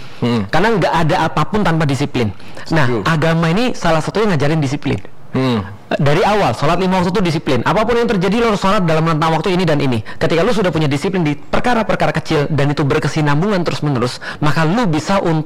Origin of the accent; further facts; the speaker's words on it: Palembang, South Sumatra, Indonesia; moved away; Nah, di Palembang dulu tempat aku gede